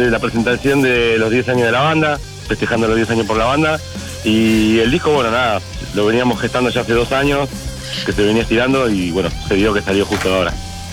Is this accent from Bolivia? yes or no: no; Buenos Aires, Argentina; now in Monte Grande, Argentina; Somos de Buenos Aires ciudad, acá bueno, Rodrigo vive en Caseros, yo vivo en Monte Grande